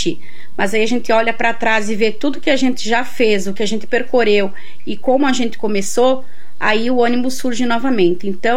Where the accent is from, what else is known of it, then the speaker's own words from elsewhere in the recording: São José do Cedro, Santa Catarina, Brazil; moved away; also born or lived in Rio de Janeiro; eu saí de São José do Cedro em 2001, quando fui para o Rio de Janeiro trabalhar.